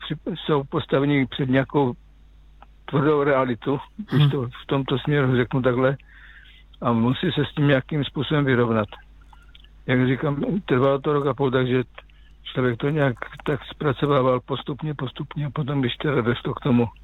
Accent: Žeravice, South Moravian Region, Czechia; born or raised there; also born or lived in Kopřivnice

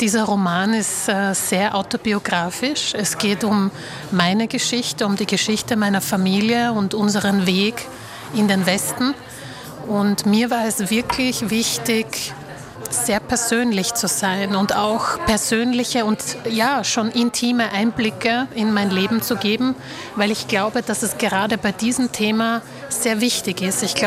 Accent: Bratislava, Bratislava Region, Slovakia; born there; German is a second language; Ich fahre wahnsinnig gerne nach Bratislava, mein Geburtsort. Und ich gebe mir auch Mühe, jedes Jahr mehrere Bücher auf Slowakisch zu lesen, um die Sprache ein bisschen in Fluss zu halten. Ich spreche auch natürlich mit meinen Eltern Slowakisch.

